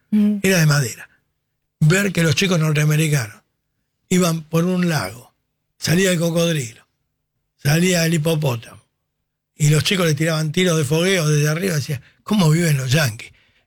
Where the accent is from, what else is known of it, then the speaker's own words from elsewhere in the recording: Argentina; Queremos ser norteamericanos. Ese es otro problema de los argentinos. Y no somos norteamericanos. Y queremos ser.